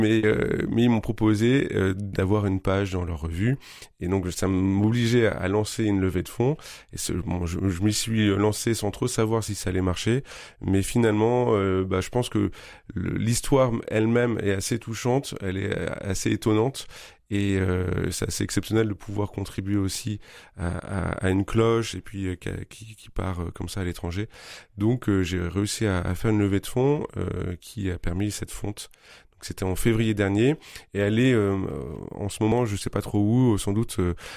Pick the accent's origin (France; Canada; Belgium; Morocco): France; Normandy; Moi, je suis originaire du diocèse de Coutances.